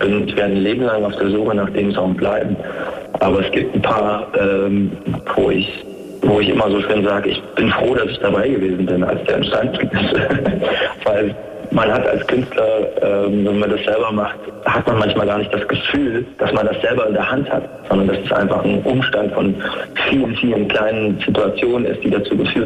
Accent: East Germany, Germany; Also in meinem Fall wäre es jetzt zum Beispiel auch der Mauerfall, die Wende. Das hat wirklich viel bei uns im Osten bewegt

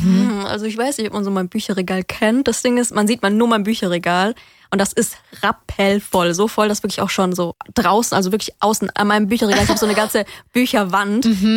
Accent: Stuttgart, Baden-Württemberg, Germany; ich komme hier aus Raum Stuttgart.

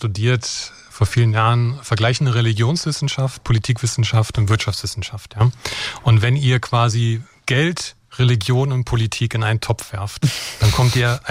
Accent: Brandenburg, Germany; ich bin in Brandenburg geboren und aufgewachsen.

